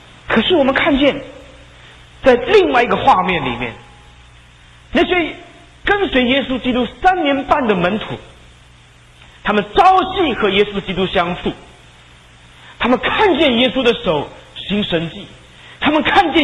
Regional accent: China; 不单是我们中国人，还有很多的弟兄姐妹

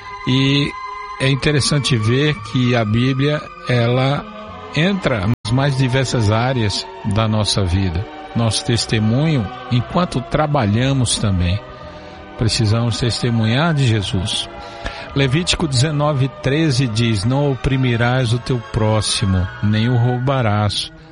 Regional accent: Brazil; nós abrimos os nossos corações como brasileiros

